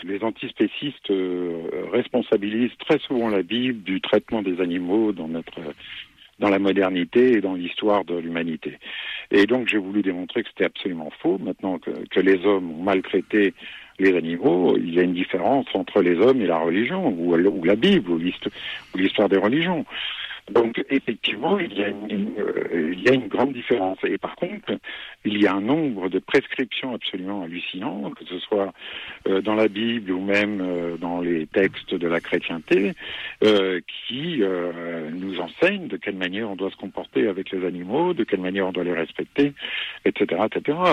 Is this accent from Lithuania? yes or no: no; France; c'est difficile d'être juif et français, mais bon, moi, je résiste et persiste et je reste en France parce que c'est ma terre natale, c'est mon pays, c'est ma culture